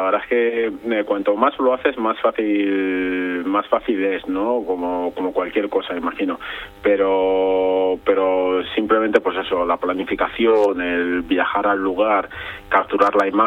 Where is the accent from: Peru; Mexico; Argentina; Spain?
Spain; Madrid, Community of Madrid; yo crecí en Madrid, yo vivía en Madrid